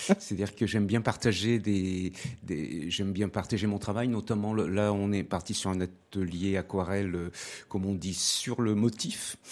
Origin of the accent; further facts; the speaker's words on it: Grenoble, Auvergne-Rhône-Alpes, France; je suis grenoblois et j'ai jamais quitté Grenoble. Donc j'ai toujours travaillé à Grenoble. Je suis originaire de Savoie par mes parents, mais voilà, je n'ai jamais quitté Grenoble. J'y suis né et peut-être je vais mourir.